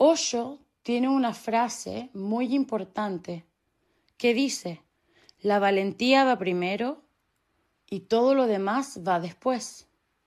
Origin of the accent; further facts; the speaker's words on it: Chile; yo soy chilena